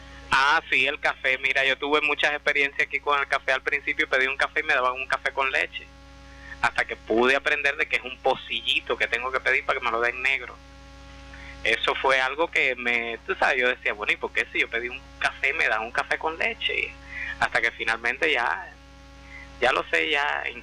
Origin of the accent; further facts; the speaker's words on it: Camagüey, Cuba; also born or lived in Miami; now in Puerto Rico; Chelala es otra cubana de mi pueblo. Somos, desde niños nos conocemos. Nos encontramos allá en Miami y hemos seguido la ruta hasta aquí y volvimos aquí a Puerto Rico ahora. Ella también es camagüeyana.